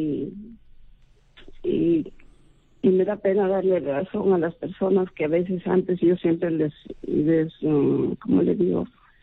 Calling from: Trujillo, La Libertad, Peru; de Trujillo

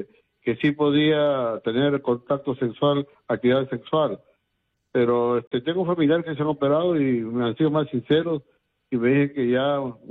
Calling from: Trujillo, La Libertad, Peru; llamo de Trujillo.

